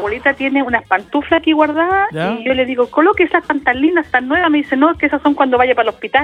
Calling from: Chiguayante, Biobío, Chile; Saludos de acá de Chihuayante.

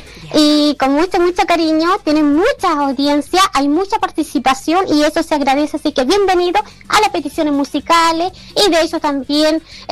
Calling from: Padre Las Casas, Araucanía, Chile; soy de Para las Casas y el Campo Sector de Maquehue

